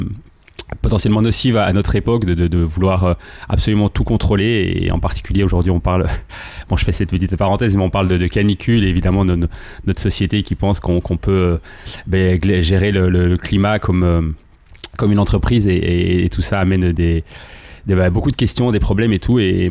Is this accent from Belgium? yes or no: yes; Brussels area, Belgium; je suis belge. Alors, j'ai grandi et vécu la majorité de ma vie tout près de Bruxelles et j'ai toujours été passionné d'écriture, de lecture aussi évidemment.